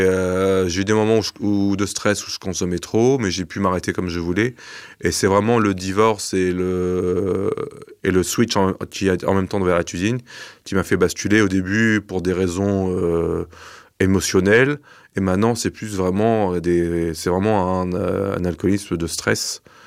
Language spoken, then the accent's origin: French; Normandy, France; now in Brittany, France; aujourd'hui je suis normand et je suis en terre bretonne